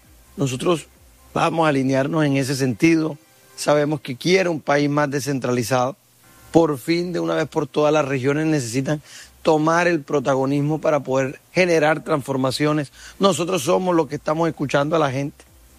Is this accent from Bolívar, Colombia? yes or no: yes; Magangué, Bolívar, Colombia; yo nací en Magangué. Uh-huh. Magangué es el pueblo de mis amores. Yo nací allá, crecí allá. estudié allá, crecí siendo amigo de los mototaxistas